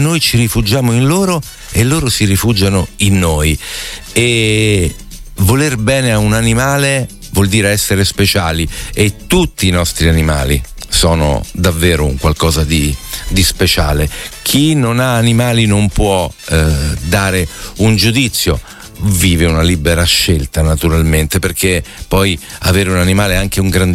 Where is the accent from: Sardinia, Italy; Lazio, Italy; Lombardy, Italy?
Lazio, Italy; Rieti; Buongiorno, sono di Rieti, ho 65 anni, appassionata di musica